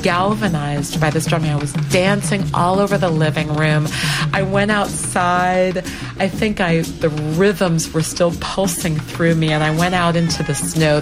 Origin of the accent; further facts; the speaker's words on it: Minnesota, United States; I grew up in Minnesota, which was a really great, it was a great place to grow up. And my family was one of the only Black families in the town.